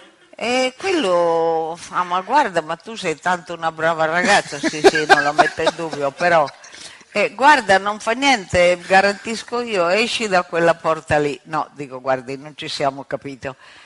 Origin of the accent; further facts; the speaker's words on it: Bra, Piedmont, Italy; E decise che mi facevo arrestare il 15 giugno a quel di Bra, che è la mia città natale.